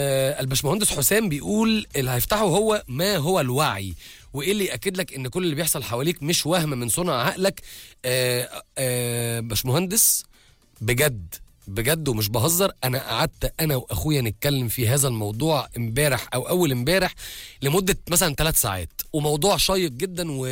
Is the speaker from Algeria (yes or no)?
no; Egypt; احنا يعني كمصريين